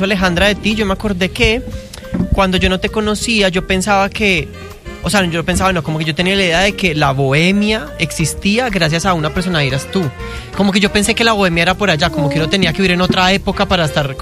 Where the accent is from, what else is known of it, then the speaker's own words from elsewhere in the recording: Bogotá, Colombia; a Bogotá, a mi tierra, a unas cuadras de mi casa.